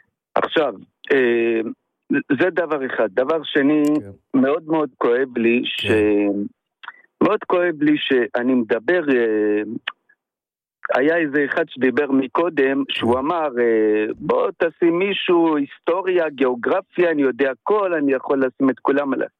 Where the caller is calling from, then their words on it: Ashkelon, Southern District, Israel; אני מאשקלון.